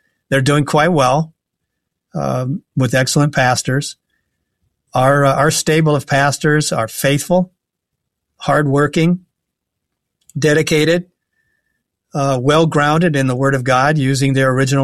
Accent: Iowa, United States; growing up in Western Iowa, you were majoritively either Lutheran or Roman Catholic.

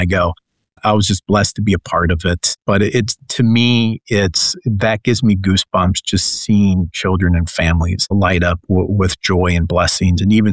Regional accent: Cincinnati, Ohio, United States; moved away; So I grew up in Cincinnati, Ohio, attended St. Mark's Lutheran Church there. Didn't have a Lutheran school to attend, so I went through public school through there.

